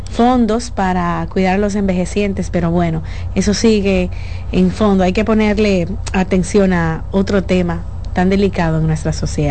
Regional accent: Dominican Republic; nuestros dominicanos

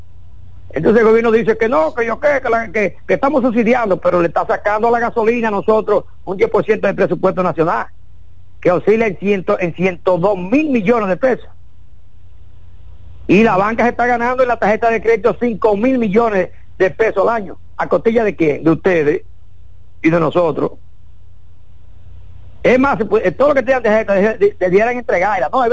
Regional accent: Santiago de los Caballeros, Santiago, Dominican Republic; de Santiago, de mi pueblo, de la ciudad corazón, que yo soy

